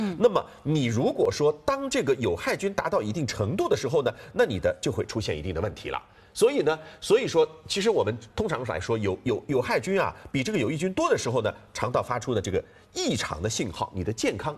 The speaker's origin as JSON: {"language": "Chinese", "country": "China"}